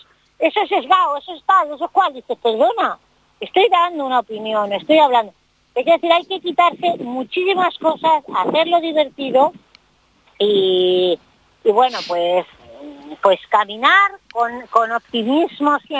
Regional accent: Spain

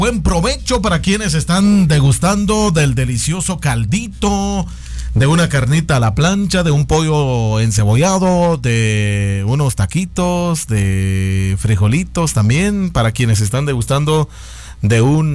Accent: Guatemala

